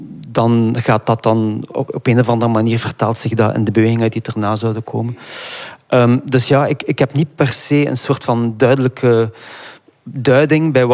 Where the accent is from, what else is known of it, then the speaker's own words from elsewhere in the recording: Iraq; now in Belgium; Ik als Irakees zijnde